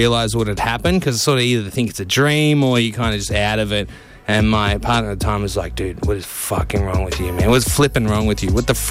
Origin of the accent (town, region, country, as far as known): Australia; accent: Australian